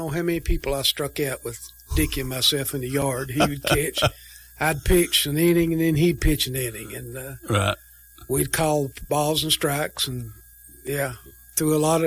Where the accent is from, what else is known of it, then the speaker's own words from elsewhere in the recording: Kentucky, United States; I grew up in Carbon Glow Coal Camp